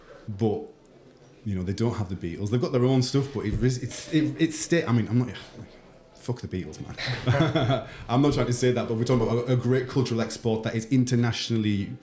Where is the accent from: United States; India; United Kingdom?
United Kingdom; moved away as an adult; during my time as an expatriate, as a British immigrant or whatever, British immigrant to another country